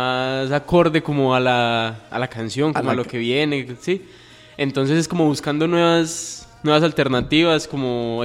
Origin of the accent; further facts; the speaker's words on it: Huila, Colombia; sentirme orgulloso de la tierra de donde vengo.